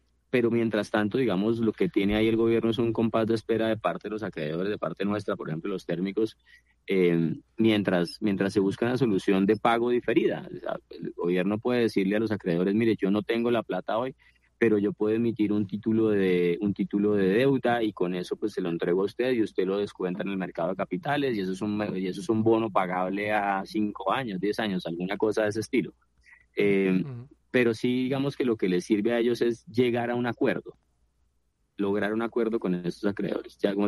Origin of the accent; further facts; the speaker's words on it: Colombia; un problema que nos iba a estallar a todos los colombianos más temprano que tarde